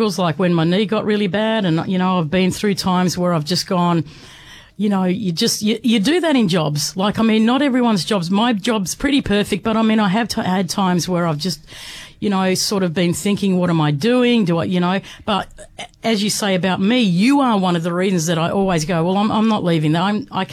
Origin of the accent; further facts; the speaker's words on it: Bega, New South Wales, Australia; I don't really want to move back to Bega because, you know, it was my hometown. It's where I grew up.